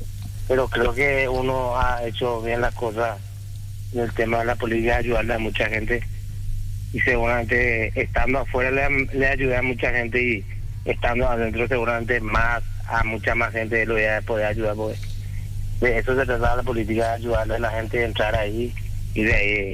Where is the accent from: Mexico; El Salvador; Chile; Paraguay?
Paraguay; Areguá, Central; En Areguá, mi ciudad natal